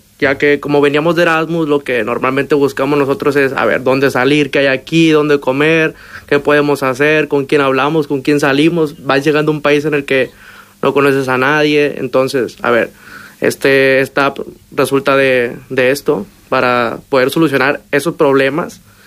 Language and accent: Spanish; Mexico; now in Ávila, Spain; Yo vengo de México, uh-huh. Un poquito cerquita de aquí, ¿eh?